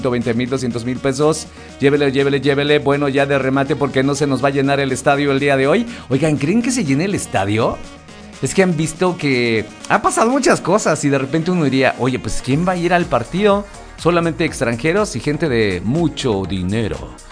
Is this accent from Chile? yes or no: no; Mexico; nosotros como mexicanos